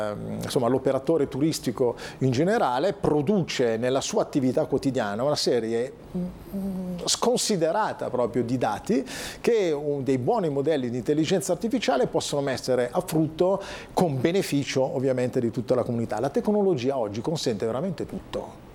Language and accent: Italian; Como, Lombardy, Italy; Io vengo da Como, dove c'è un brand molto affermato, che è Lake Como. Vi dico che da Comasco